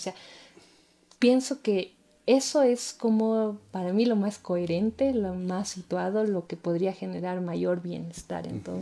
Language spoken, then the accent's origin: Spanish; Ecuador